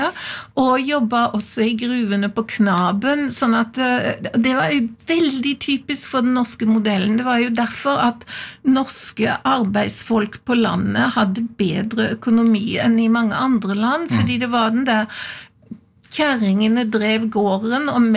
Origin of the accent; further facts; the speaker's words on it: Farsund, Agder, Norway; born there; Jeg født i Farsund, på Lista, men der har jeg jo aldri bodd.